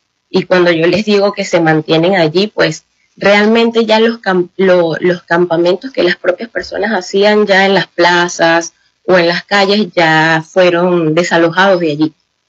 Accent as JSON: {"language": "Spanish", "town": "Barquisimeto", "region": "Lara", "country": "Venezuela", "said": "como soy de Barquisimeto"}